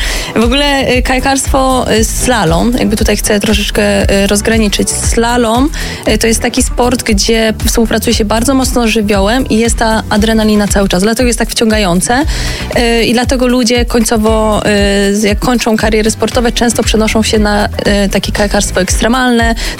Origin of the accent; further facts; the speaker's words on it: southern Poland, Poland; Zaczęło się od tego, że jestem z południa, w ogóle pochodzę z południa Polski i tam jest coś takiego jak kajakarstwo górskie, bo mamy górskie rzeki.